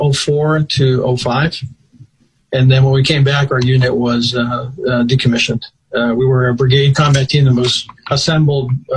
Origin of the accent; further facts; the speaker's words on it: Miami, Florida, United States; So born and raised in Miami, Florida. And never really left Florida that often until I decided to join the Army. So I'm a Florida boy through and through.